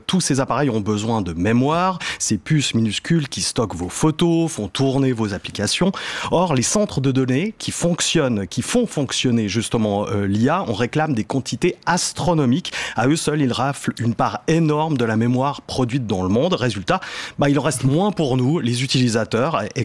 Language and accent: French; Switzerland; Chez nous, en Suisse